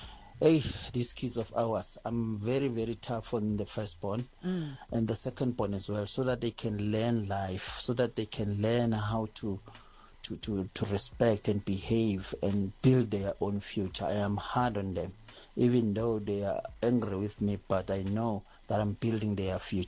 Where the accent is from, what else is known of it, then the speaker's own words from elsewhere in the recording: Ermelo, Mpumalanga, South Africa; from Ermelo, Mpumalanga.